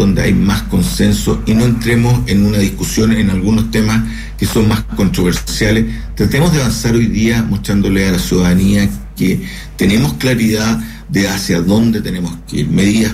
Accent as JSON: {"language": "Spanish", "country": "Chile", "said": "como persona natural, como chileno"}